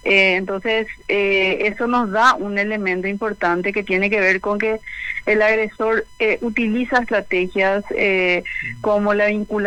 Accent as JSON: {"language": "Spanish", "country": "Paraguay", "said": "Estamos obligados como ciudadanos paraguayos"}